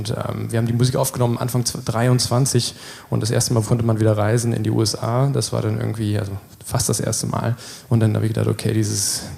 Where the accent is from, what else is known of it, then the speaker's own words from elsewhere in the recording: Lower Saxony, Germany; das habe ich geschrieben in meiner Heimat. Ich komme aus der Lüneburger Heide, nicht zu weit weg von hier, schon 1,5 Stunden.